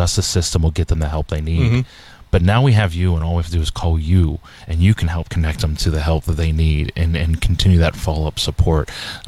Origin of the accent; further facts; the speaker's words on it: North Huntington, Pennsylvania, United States; Well, I am definitely a Yinzer at heart.